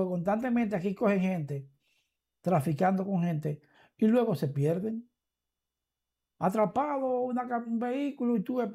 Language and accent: Spanish; Dominican Republic